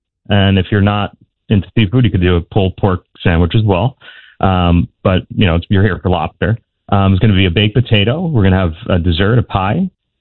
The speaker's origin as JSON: {"language": "English", "town": "Hartford", "region": "Connecticut", "country": "United States", "tie": "born or raised there", "said": "growing up in the Hartford area, I didn't really know about Guilford."}